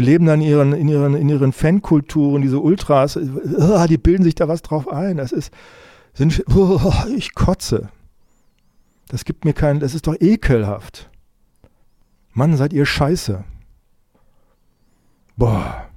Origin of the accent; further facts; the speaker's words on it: Saxony, Germany; Ich bin Sachse. Na und? Ja, leider.